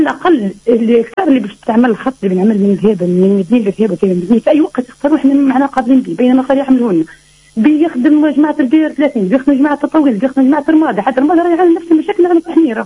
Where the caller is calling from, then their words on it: Medenine, Tunisia; اني مواطنه في الوقت الحادث فيه موجوده في زيدة اما في وقت انا نقول وقت القرايه معناها متسكنه المدنيه